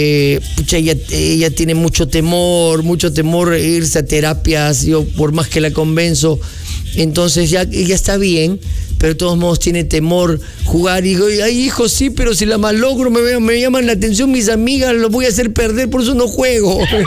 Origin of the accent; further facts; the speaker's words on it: Mala, Lima, Peru; este lorito es de Mala, tamalero, chicharronero, platanero. Sí, mi Mala Hermosa, mi tierra hermosa.